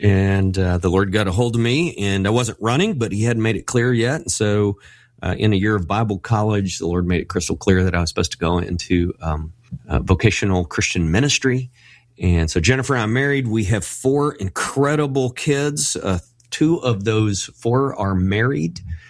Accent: Dallas, Texas, United States; Well, born and raised in North Texas. I don't know why they call it North Texas. It's the Dallas-Fort Worth area.

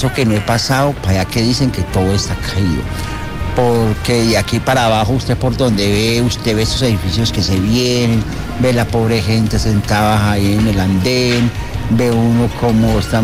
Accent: Pereira, Risaralda, Colombia; Yo soy pereirano. Yo siempre he vivido acá, llevo 15 años vendiendo café aquí en esta esquina, todos los días.

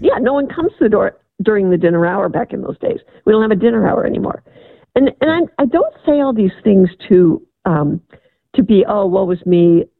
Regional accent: Midwest, United States; I mean, especially I grew up in the Midwest.

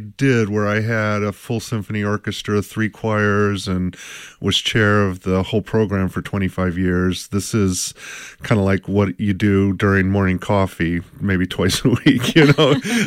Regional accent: Oak Ridge, Tennessee, United States; growing up in Oak Ridge, Tennessee, we had a very rich musical life and arts.

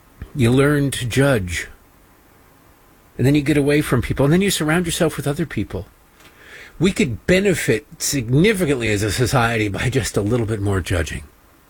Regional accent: Detroit, Michigan, United States; Look, I'm from Detroit. We're not exactly a storied history.

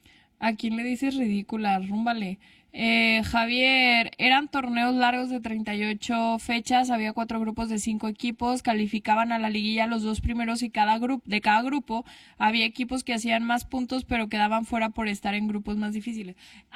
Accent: Mexico; born there; yo sí soy mexicana, mi familia es la española, pero yo nací aquí. Pero pues sí, como tengo familia de España, sí tengo el corazón dividido entre México y España

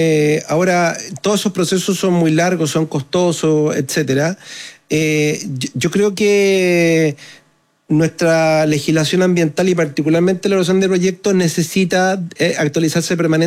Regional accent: Chile

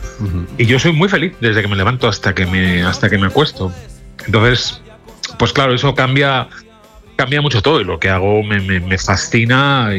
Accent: Alicante, Valencian Community, Spain; moved away as an adult; also born or lived in Madrid; aunque nací es en Madrid, pero luego me fui muy, muy crío, con 6-7 años me fui a vivir a Alicante. Y desde esa edad, más o menos, hasta los, un poco antes inclusive, hasta los 18, que ya me voy a ir a Valencia

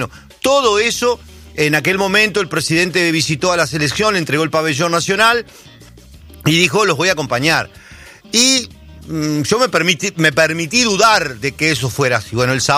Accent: Uruguay; los futboleros que somos nosotros los uruguayos

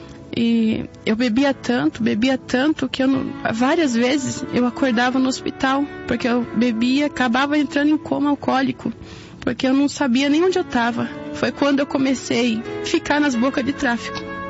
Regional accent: Sorocaba, São Paulo, Brazil; sou da cidade de Sorocaba e eu vim aqui contar meu testemunho. Eu tenho 31 anos

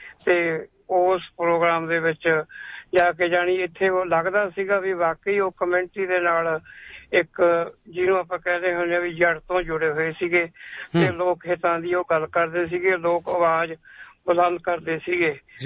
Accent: Punjab, India; moved away; ਸਾਡੇ ਅਸੀਂ ਪੰਜਾਬ ਤੋਂ ਆਏ ਆ, ਪੰਜਾਬ ਦੇ ਵਿੱਚ ਅਸੀਂ ਦੇਖਿਆ ਵੀ ਫ੍ਰੀ ਦੀ ਜਿਹੜੀਆਂ ਸਹੂਲਤਾਂ ਦਿੰਦੇ ਸੀਗੇ

